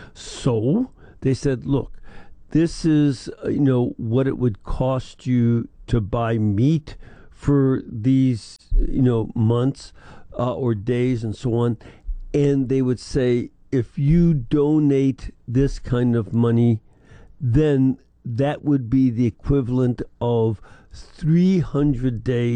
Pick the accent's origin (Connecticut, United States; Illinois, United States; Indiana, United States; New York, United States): Illinois, United States; Chicago; I'm from Chicago originally. I am not shocked.